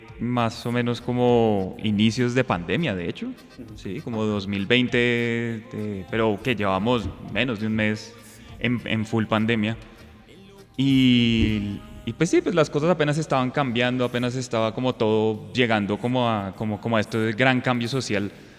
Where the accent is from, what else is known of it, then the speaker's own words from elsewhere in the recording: Neiva, Huila, Colombia; born there; now in Bogotá, Colombia; yo con mis influencias naciendo en Neiva, Huila, y después viniendo a Bogotá